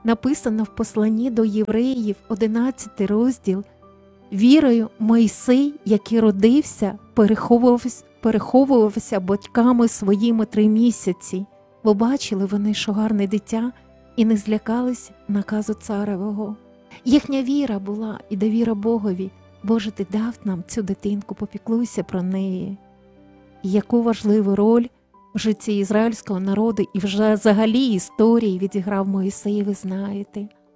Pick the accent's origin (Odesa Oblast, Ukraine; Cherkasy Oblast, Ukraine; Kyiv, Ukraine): Kyiv, Ukraine; дідусі, бабусі, бабусечки, прабабусечка, одна точно знаю, жили в Києві, я народилася в Києві.